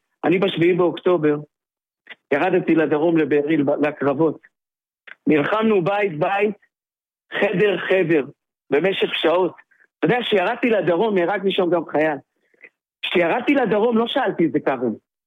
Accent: Hatzor HaGlilit, Northern District, Israel; אני קודם כל תושב חצור. אני בן חצור, אני בן הגליל.

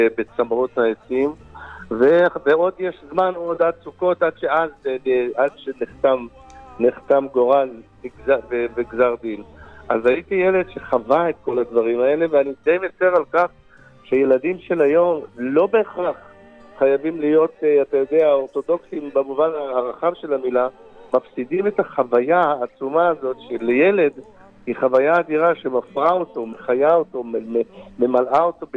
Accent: Jerusalem, Jerusalem District, Israel; אלול שלי זה כמובן בית הכרם בירושלים והליכה לסליחות.

